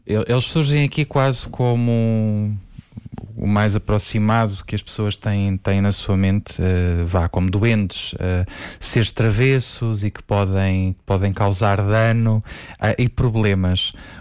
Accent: Santarém, Portugal; eu sou de Santarém

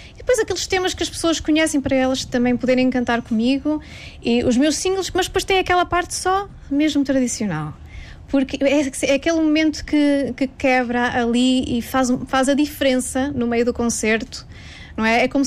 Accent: North, Portugal; Estão lá da minha zona do norte.

